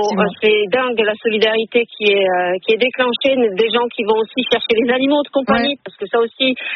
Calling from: Auvergne-Rhône-Alpes, France; Moi, je vous appelle de l'Isère. Oui. Je suis entre Grenoble et Villefontaine, là.

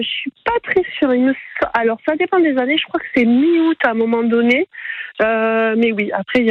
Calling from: Saint-Jean-de-Fos, Occitanie, France; Je vous appelle de Saint-Jean-de-Fosse. Je viens de rentrer du travail, là, je suis chez moi.

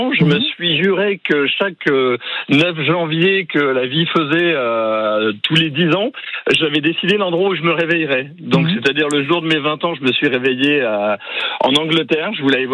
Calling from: Normandy, France; je repars de Étampes en direction de ma Normandie

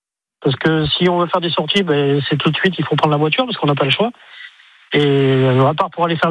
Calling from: Cléon-d'Andran, Auvergne-Rhône-Alpes, France; j'habite à Cléon et moi je travaille sur Grane.

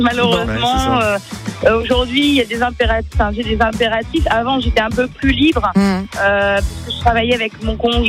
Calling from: Oulches, Centre-Val de Loire, France; De l'Indre. Là, je suis à Oulche.

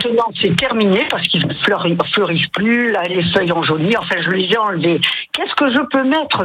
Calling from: Ciboure, Nouvelle-Aquitaine, France; je suis à Cibourg.

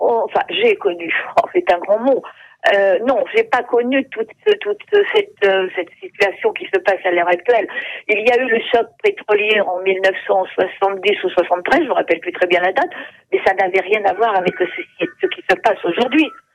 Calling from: Nouvelle-Aquitaine, France; Je suis à Saint-Thierry-les-Bois.

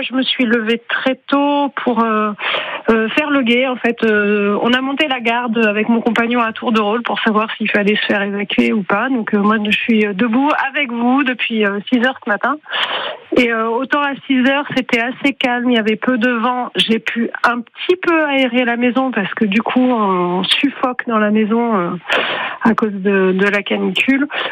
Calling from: Millas, Occitanie, France; j'habite à Mias, dans le centre de Mias, sur la route des Stagelles, donc je suis à proximité de la caserne des pompiers

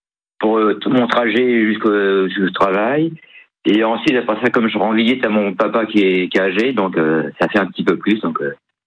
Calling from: Le Mans, Pays de la Loire, France; Je suis au Mans, quartier Saint-Pavin.

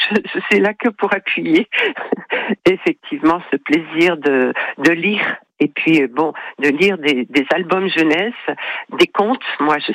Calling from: Nîmes, Occitanie, France; j'appelle de Nîmes.

